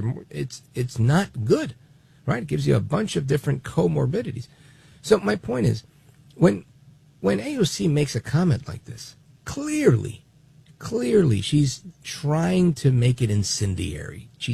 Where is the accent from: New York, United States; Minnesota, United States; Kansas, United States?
New York, United States; Brooklyn; born there; My parents are from Puerto Rico. I was born in Brooklyn, but we have one big, happy Puerto Rican family eating pernil, rice, arroz con habichuela